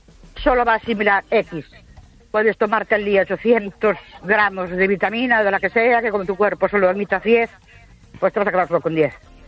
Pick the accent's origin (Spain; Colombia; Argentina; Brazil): Spain; Ourense, Galicia; Buenas noches … de Orense.